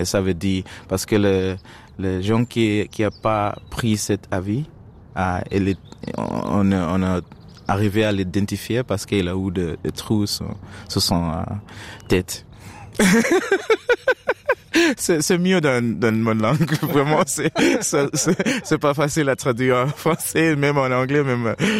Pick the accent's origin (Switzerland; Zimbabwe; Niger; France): Zimbabwe; first language sn; French is a second language; c'est des paroles qui sont prises d'un proverbe, dans ma langue maternelle Shona.